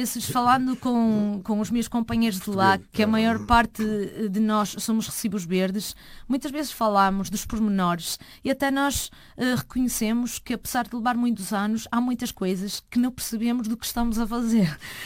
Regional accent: Galicia, Spain; deram-lhe a escolher e ele decidiu voltar para a Galiza. E foi por isso que eu terminei sendo galega, até a dizer, é um azar da vida. Eu podia ter nascido em Catalunha e ser uma história completamente diferente.

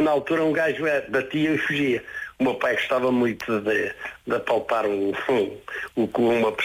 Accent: Oliveira do Hospital, Centro, Portugal; born there; nasci aqui em Oliveira do Hospital.

